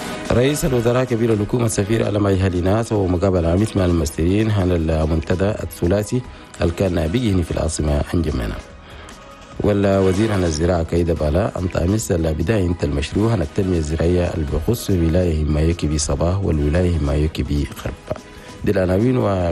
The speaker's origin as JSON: {"language": "Arabic", "country": "Chad", "said": "بلدنا تشاد"}